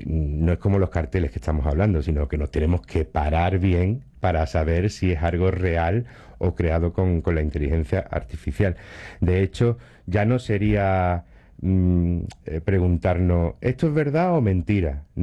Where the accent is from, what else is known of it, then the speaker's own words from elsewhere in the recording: Ronda, Andalusia, Spain; si somos de aquí de Ronda